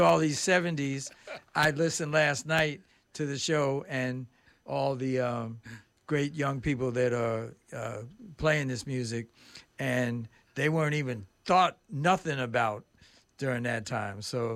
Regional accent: Mount Vernon, New York, United States; I grew up in Mount Vernon, and I have no age issues. Like I said, I just turned 72

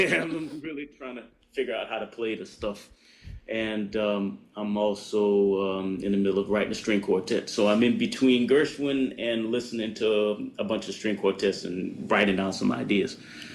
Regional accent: New Orleans, Louisiana, United States; I'm from New Orleans

